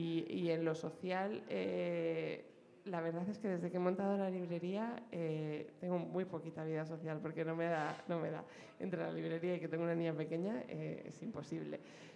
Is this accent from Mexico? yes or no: no; Cercedilla, Community of Madrid, Spain; born there; yo de hecho viví en Cercedilla como de los 10 a los 28 o así